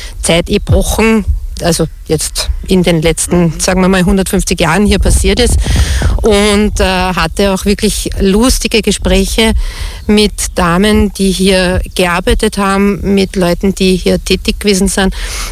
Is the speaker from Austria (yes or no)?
yes; Oberhorbach, Lower Austria, Austria; born there; Ich bin geboren in Oberhorbach. Ich habe meine Vorfahren unspektakulärerweise alle in der Umgebung.